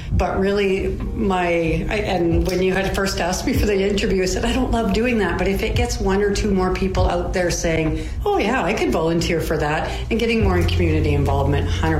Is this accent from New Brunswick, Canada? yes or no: no; Estevan, Saskatchewan, Canada; moved away as an adult; I was from Estevan, and I left for about 10 years.